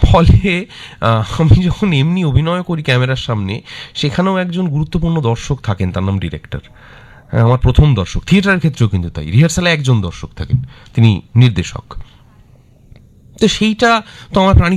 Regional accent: Baidyabati, West Bengal, India; আমার বাড়ি আসলে বৈদ্যবাটি

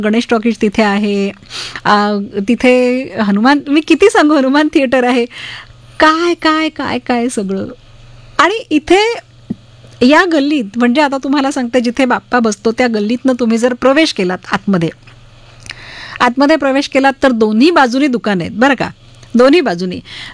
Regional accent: Mumbai, Maharashtra, India; born there; आता हा भाग वेगळा आहे की तिथेच बरीच वर्ष वास्तव्य केल्याने त्या सगळ्या परिसराची ओळख आहे

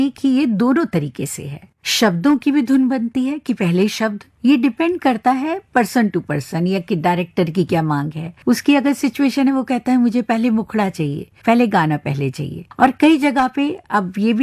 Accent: Meerut, Uttar Pradesh, India; मेरा बचपन मेरठ में बीता है।

